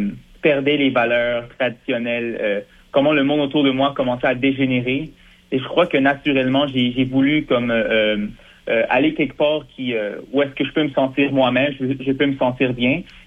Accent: Venezuela; l'Amérique du Sud, du Venezuela.

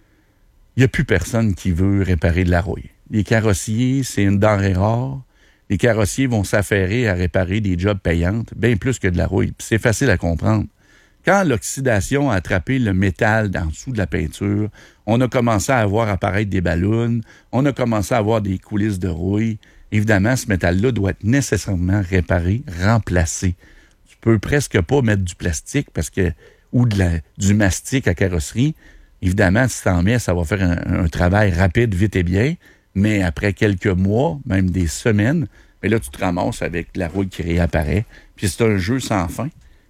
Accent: Quebec City, Quebec, Canada; Saint-Émile, mon patelin, mon Oud.

